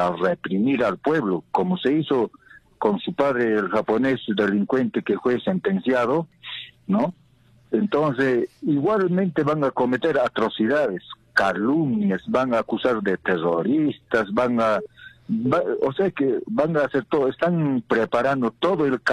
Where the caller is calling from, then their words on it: Juliaca, Puno, Peru; de acá de Juliaca.